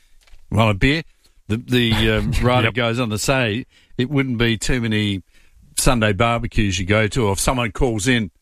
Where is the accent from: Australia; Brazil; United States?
Australia; we've invented here in Australia, particularly South Australia